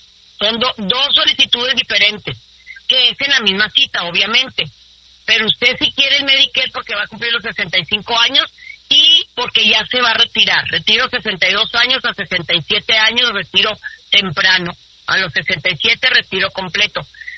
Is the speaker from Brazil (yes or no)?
no; Mexico; Pero como somos buenos mexicanos, pues ahí estamos, ¿no?